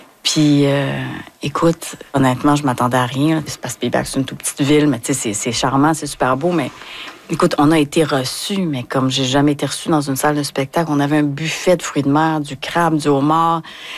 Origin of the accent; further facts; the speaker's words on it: Hauterive, Quebec, Canada; also born or lived in Montreal; Je suis de Haute-Rive, moi!